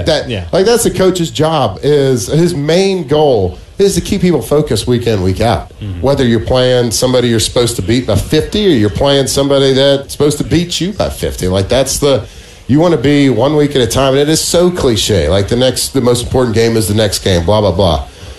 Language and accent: English; Texas, United States; I'm from Texas. I went to school in Louisiana.